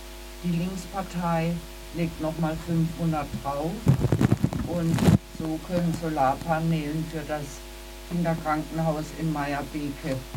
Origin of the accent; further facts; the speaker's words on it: Cuba; dem Publikum meine Geschichte, meine Kindheit in Kuba zu vermitteln. Wir wissen alle, was gerade auf Kuba los ist.